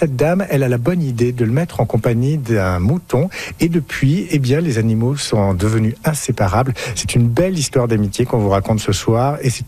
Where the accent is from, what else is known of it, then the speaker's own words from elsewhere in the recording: Saskatchewan, Canada; Et c'est arrivé chez nous, en Saskatchewan, plus précisément dans une exploitation du sud-est de Regina.